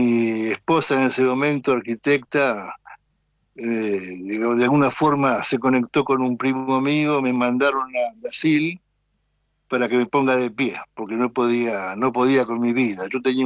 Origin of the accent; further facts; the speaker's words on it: Buenos Aires, Argentina; born there; moved away as an adult; also born or lived in Chacarita, Buenos Aires / Ramos Mejía / Brazil; Yo vivía, nací en Mataderos